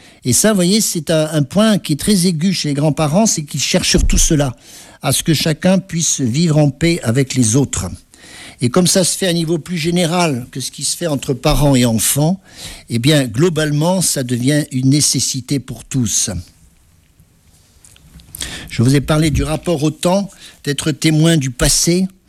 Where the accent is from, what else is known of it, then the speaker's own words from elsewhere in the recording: Auvergne-Rhône-Alpes, France; la potée de machin, parce qu'on est originaire de l'Auvergne, alors ça c'est sacré dans notre famille, et puis ça se passe de mère en fille, les recettes et tout ça